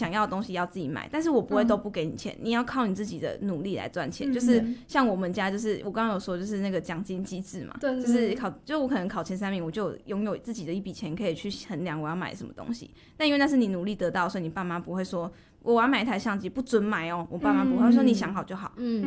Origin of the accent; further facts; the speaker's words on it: Taichung, Taiwan; now in Taipei, Taiwan; 我是台中人